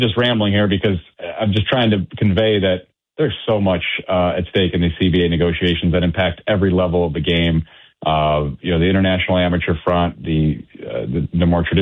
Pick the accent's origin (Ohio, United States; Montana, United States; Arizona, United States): Ohio, United States; Cleveland; I come from a small market, smaller market mentality. And I grew up in Cleveland